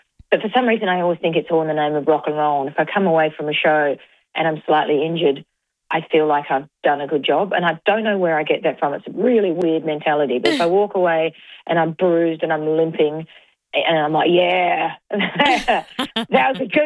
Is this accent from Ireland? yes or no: no; Adelaide, South Australia, Australia; And when I tell people that I'm from Adelaide, they go, oh, wow, unreal. And, you know, they didn't used to say that in the 90s.